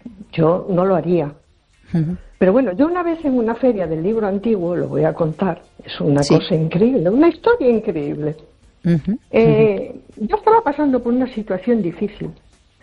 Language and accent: Spanish; A Coruña, Galicia, Spain; Hola, buenas noches. … de Coruña.